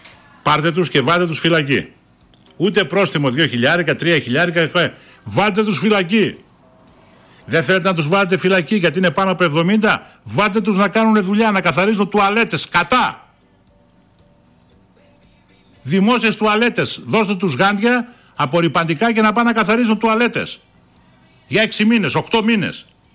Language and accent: Greek; Greece